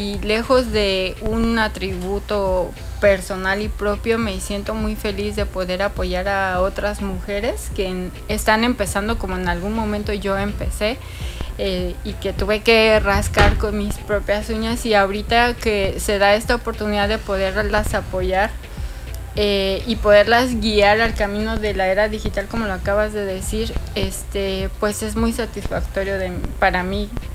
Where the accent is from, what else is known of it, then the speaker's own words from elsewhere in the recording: Mexico City, Mexico; moved away as an adult; now in Cancún, Mexico; soy de la Ciudad de México, tengo 4 años viviendo aquí en Cancún, amo la playa, soy muy feliz aquí